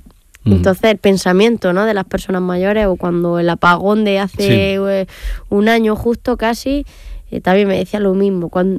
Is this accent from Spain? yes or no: yes; Galera, Andalusia, Spain; born there; allí en Galera, donde fuimos al colegio, al Cristo de la Inspiración